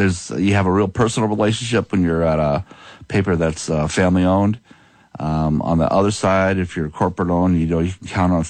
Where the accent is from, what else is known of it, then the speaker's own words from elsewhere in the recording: Michigan City, Indiana, United States; moved away as an adult; start off my career all over Indiana and my hometown paper, Michigan City, Indiana.